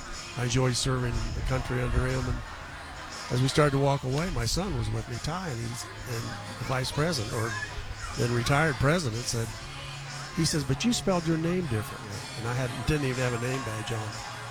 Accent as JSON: {"language": "English", "town": "Elwood", "region": "Indiana", "country": "United States", "tie": "born or raised there", "said": "I grew up in a little town called Elwood, the home of Wendell Wilkie."}